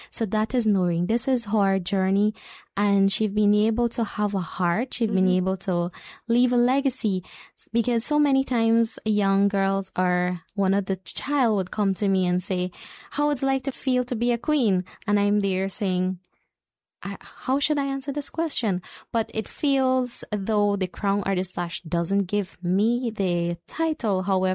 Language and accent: English; Aishalton, Upper Takutu-Upper Essequibo, Guyana; born there; moved away as an adult; also born or lived in Nappi Village / Lethem; originally I am from Aishalton village by birth.